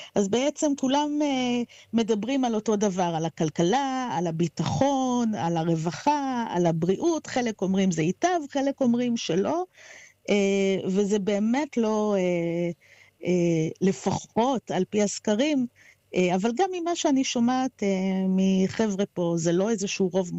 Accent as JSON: {"language": "Hebrew", "country": "United Kingdom", "lives_now": "Scotland, United Kingdom", "said": "אני כשלעצמי בריטית"}